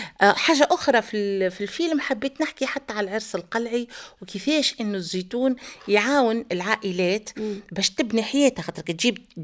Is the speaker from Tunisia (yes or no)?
yes; Tunisia